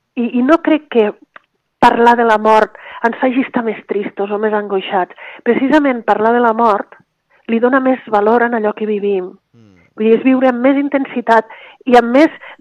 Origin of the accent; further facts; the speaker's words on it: Lleida, Catalonia, Spain; hi havia padrines, jo sóc de Lleida, hi havia àvies